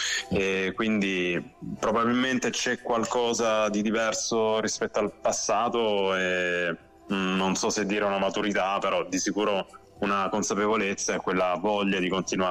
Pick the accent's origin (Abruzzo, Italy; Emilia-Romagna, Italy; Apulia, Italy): Apulia, Italy; magari di riuscire a fare anche qualche live dalle mie parti, dalla provincia di Taranto.